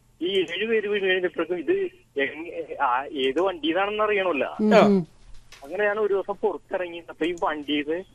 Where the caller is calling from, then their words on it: Kadungalloor, Kerala, India; Kadungallur Valanjambalam.